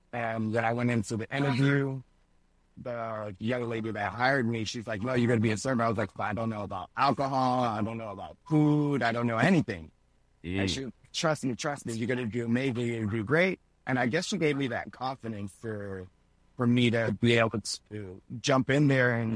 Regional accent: Vero Beach, Florida, United States; also born or lived in Hartford, Connecticut / Orlando; And my family ended up moving down to Vero Beach, Florida, when I was six.

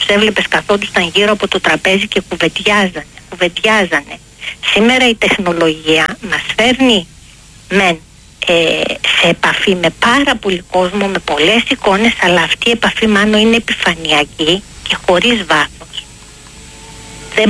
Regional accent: Greece; τότε μπορούμε να γίνουμε παράδειγμα και τότε μπορούμε να είμαστε υπερήφανοι ότι είμαστε Έλληνες.

